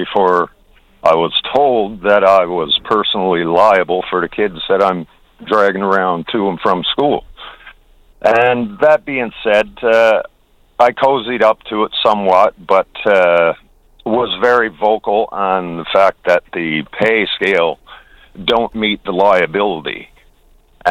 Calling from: St. Anthony, Newfoundland and Labrador, Canada; This morning I'm calling from St. Anthony. I'm a NL school bus driver at White Hills Academy.

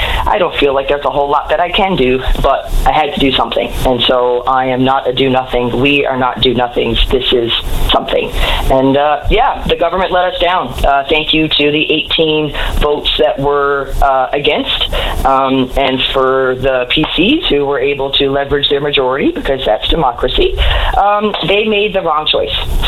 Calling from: Newfoundland and Labrador, Canada; I'm going to be 86 when this contract is up. If I'm still living, I may never see the electricity bill that I deserve to see as a Newfoundlander.

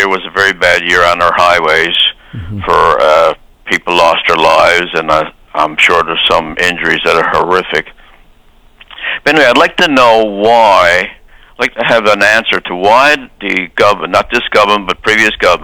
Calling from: Newfoundland and Labrador, Canada; I'm from the East Coast

